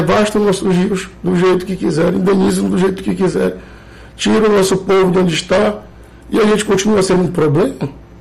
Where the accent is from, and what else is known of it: Amapá, Brazil